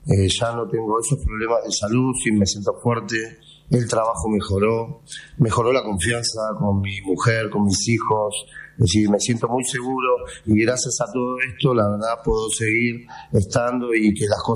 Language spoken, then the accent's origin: Spanish; Dominican Republic; soy dominicano.